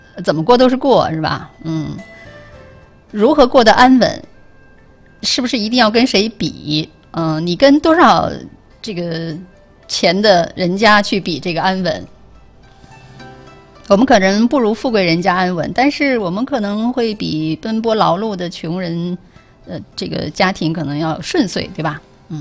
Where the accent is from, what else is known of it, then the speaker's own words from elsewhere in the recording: China; 作为中国人